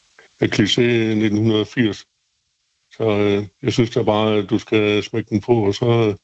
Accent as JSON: {"language": "Danish", "town": "Aarhus", "region": "Central Denmark Region", "country": "Denmark", "said": "Jamen, fordi at jeg er fra Aarhus, og hvad det var noget af det musik, jeg lyttede til."}